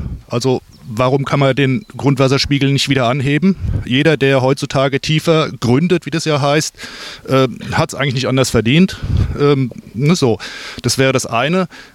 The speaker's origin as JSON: {"language": "German", "town": "Griesheim", "region": "Hesse", "country": "Germany", "said": "ich komme aus Griesheim."}